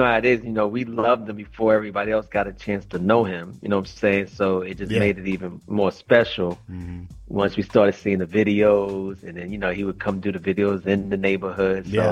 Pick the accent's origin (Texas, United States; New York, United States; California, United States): New York, United States; North Babylon; growing up in North Babylon and Wyandanch was the next town over